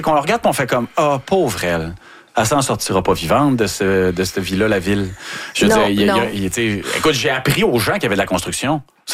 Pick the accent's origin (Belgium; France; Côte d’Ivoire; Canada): Canada; Quebec; Effectivement, je viens de Ville de l'Abbé.